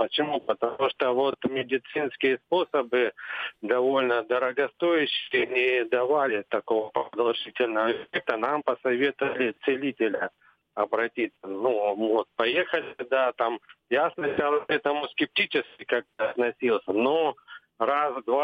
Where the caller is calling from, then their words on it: Krasnodar, Krasnodar Krai, Russia; я из Краснодара.